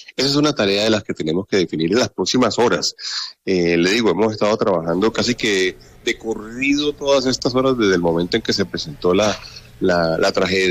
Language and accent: Spanish; Colombia